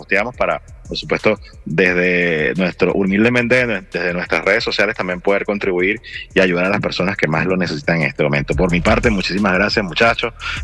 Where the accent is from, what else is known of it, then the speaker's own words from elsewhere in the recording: Venezuela; Es bonito porque en el momento más difícil de nosotros como venezolanos, cuando migramos, en muchos países muchos venezolanos se sintieron mal porque los trataron mal